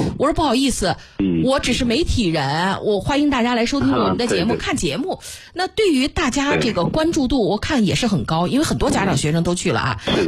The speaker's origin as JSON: {"language": "Chinese", "town": "Xuzhou", "region": "Jiangsu", "country": "China", "said": "我们徐州人"}